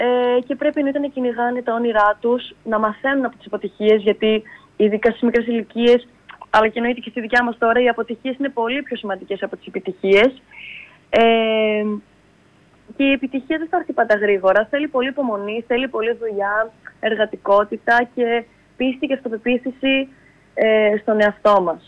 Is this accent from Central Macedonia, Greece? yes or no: yes; Peraia, Central Macedonia, Greece; moved away as an adult; στην πόλη μου, στην περιοχή μου, στην Περαία